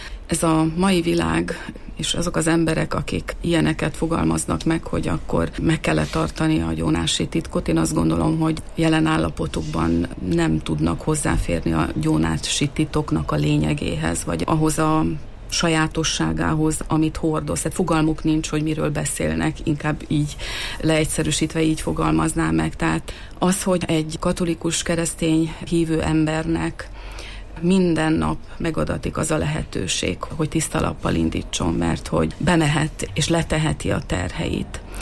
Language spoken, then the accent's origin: Hungarian; Budaörs, Pest, Hungary; én budaörsi vagyok, most ott élek